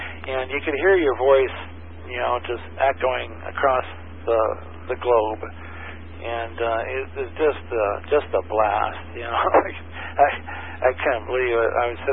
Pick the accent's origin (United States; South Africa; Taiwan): United States; Seattle, Washington; now in Sanford, United States; I grew up on the West Coast, so the East Coast is a little bit different